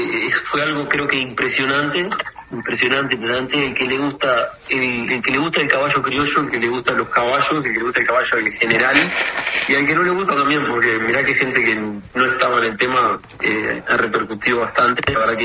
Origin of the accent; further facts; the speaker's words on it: Uruguay; la verdad que nos orgullece como uruguayo